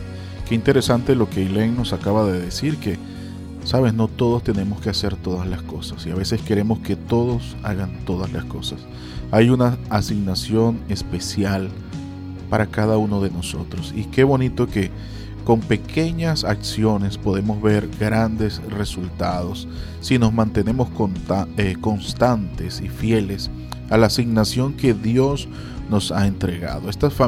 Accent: Venezuela

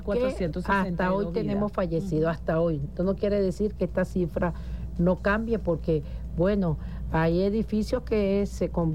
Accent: Venezuela; juntos y juntas como venezolanos de buen corazón, como lo que somos

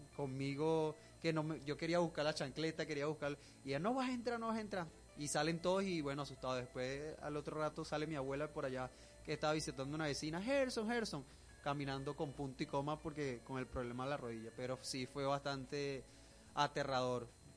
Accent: Venezuela; estamos en esta causa que obviamente nos une como venezolanos

